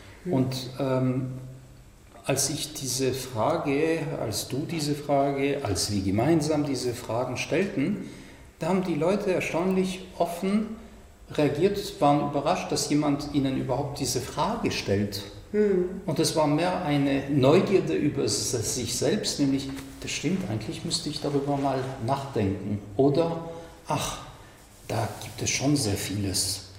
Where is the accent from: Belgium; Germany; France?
France; ich komme aus Frankreich und in Frankreich gab es